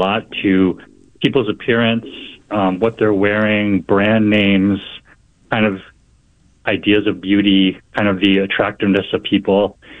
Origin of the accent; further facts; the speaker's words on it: United States; And I'm half Korean. I grew up in the States, but I'm half Korean. I've been to Korea many times.